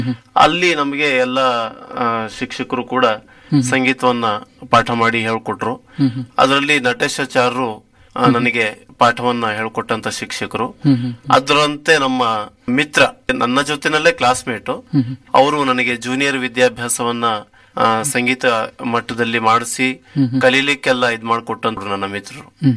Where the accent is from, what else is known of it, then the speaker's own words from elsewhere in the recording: Mysore, Karnataka, India; born there; also born or lived in Mandya; ನನ್ನ ವಿದ್ಯಾಭ್ಯಾಸ ನಾನು 1ನೇ ತರಗತಿಯಿಂದ ಡಿಗ್ರಿವರೆಗೂ ಮೈಸೂರಿನಲ್ಲೇ ಓದಿದ್ದು.